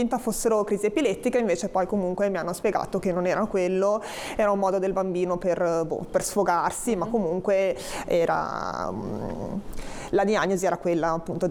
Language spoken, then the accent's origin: Italian; Genoa, Liguria, Italy; noi siamo di San Pier d'Arena, dovremmo andare a Molassana